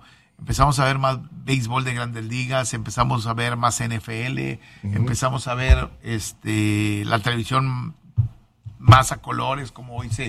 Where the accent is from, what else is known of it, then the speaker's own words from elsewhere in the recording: Reynosa, Tamaulipas, Mexico; now in Monterrey, Mexico; Que a mí me llamaba mucho la atención cuando vinimos a la ciudad de Monterrey. Porque en Reynosa tú caminabas descalzo para todos lados.